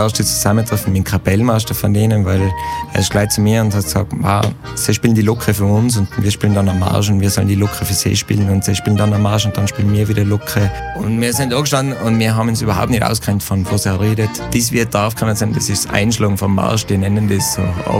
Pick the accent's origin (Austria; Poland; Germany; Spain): Austria; Tyrol; Als Tiroler, wo wir eine Tradition leben, die ja 200 Jahre alt ist oder älter